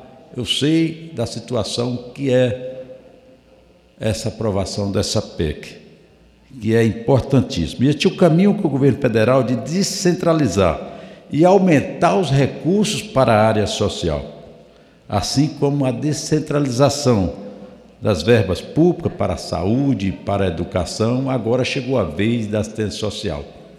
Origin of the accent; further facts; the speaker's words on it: Guanambi, Bahia, Brazil